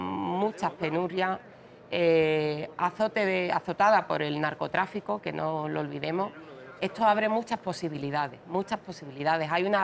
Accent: Andalusia, Spain; yo como andaluza

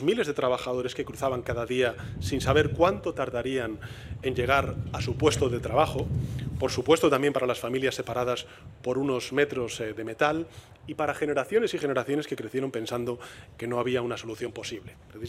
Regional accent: Spain

